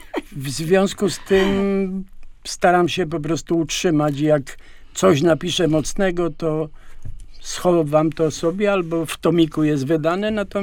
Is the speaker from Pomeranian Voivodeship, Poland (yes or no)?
no; Łódź, Łódź Voivodeship, Poland; born there; moved away as an adult; now in Tuszyn-Las, Poland; urodziłem się w Łodzi, mieszkałem od 30 paru lat, wyprowadziłem się z Łodzi, ale Tuszyn Las to nie jest daleko. Po prostu ze względu na zdrowie musiałem zmienić klimat, tak mi kazano. Natomiast czuję się łodzianinem